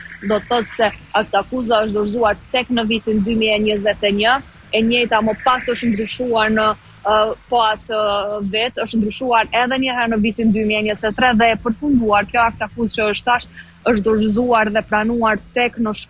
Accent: Kosovo; si person se shqiptare e Kosovës, ne jemi të rritur me ushtrinë qytetare të Kosovës

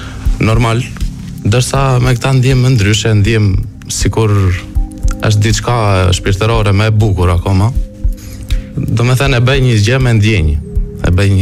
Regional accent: Korçë County, Albania; born there; moved away as an adult; now in Tirana, Albania; Po, unë jam me origjinë nga Devolli.

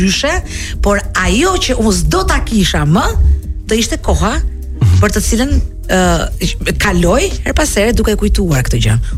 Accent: Durrës, Durrës County, Albania; moved away; unë jam nga Durrësi, nuk i kam humbur lidhjet me këtë qytet, kam një apartament të vogël, kam familjen, një pjesë familjes që jeton atje

